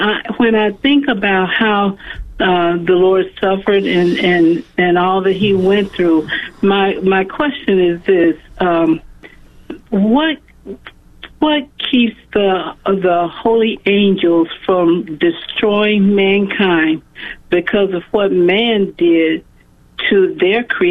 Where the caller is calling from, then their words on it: Kansas City, Missouri, United States; I'm calling from Kansas City, and we listen to you on the radio.